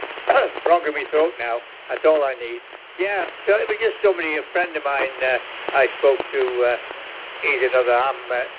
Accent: Ireland; moved away; I'm originally from Ireland anyway

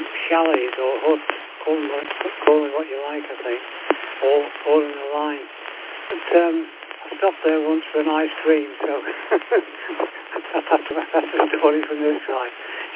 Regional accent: East of England, United Kingdom; born there; also born or lived in Liverpool; Although I was born in Essex, I regard myself as a scouter. My dad was a scouter, and there was a war on. I only lived basically in Essex for about 2 years

